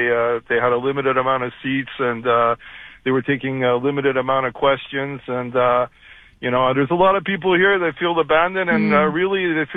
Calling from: Montreal, Quebec, Canada; which I'm calling out from the West Island here, where we had a lot of flood victims

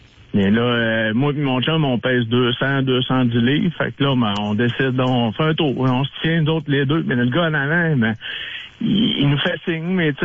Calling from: Victoriaville, Quebec, Canada; il y a un petit lac là pour l'un de chez nous à Victo

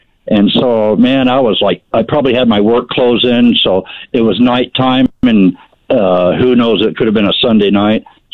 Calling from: Boise, Idaho, United States; I was in my house here in Boise for 26 years

